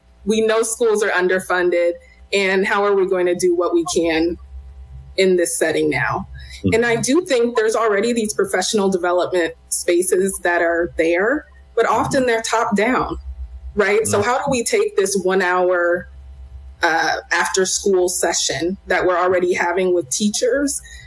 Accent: Long Beach, California, United States; moved away as an adult; also born or lived in Boston / San Francisco; now in Philadelphia, United States; I grew up in Long Beach, California, going to those public schools. And so I had that Southern California experience.

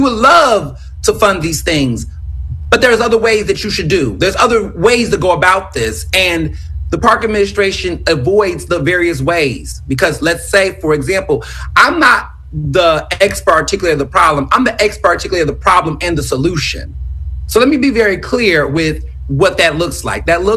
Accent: Jenkintown, Pennsylvania, United States; I'm from Jenkintown.

